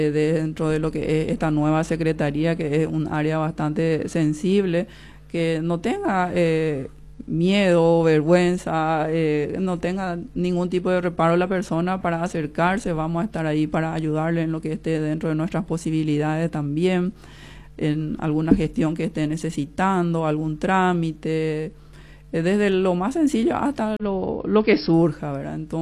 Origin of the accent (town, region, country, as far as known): Paraguay